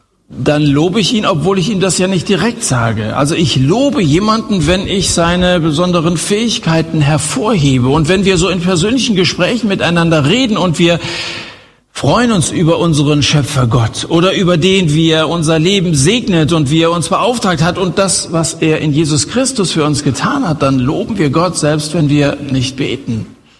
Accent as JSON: {"language": "German", "region": "Hesse", "country": "Germany"}